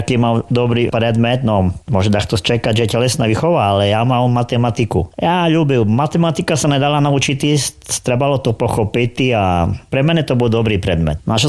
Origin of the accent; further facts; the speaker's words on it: Medzilaborce, Prešov Region, Slovakia; Pochádzam z Labirce, čiže z ML, z mesta Lask. Sa tam aj narodil, aj moji rodičia sa tam narodili